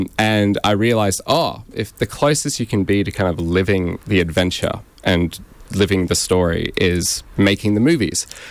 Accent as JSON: {"language": "English", "town": "Brisbane", "region": "Queensland", "country": "Australia", "said": "I am from Brisbane."}